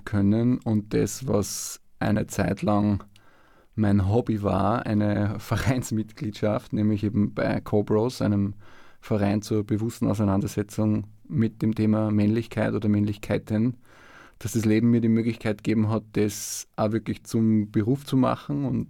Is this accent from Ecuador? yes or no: no; Zwettl, Lower Austria, Austria; accent: Waldviertel dialect; Und ich komme ja aus einem sehr katholischen Haushalt. Also ich bin im Waldviertel aufgewachsen, ich komme aus Zwettl in Niederösterreich. Man hört es vielleicht auch ein bisschen am Dialekt, auch wenn der oft ins Oberösterreichische missverstanden wird, aber sie sind auch sehr ähnlich.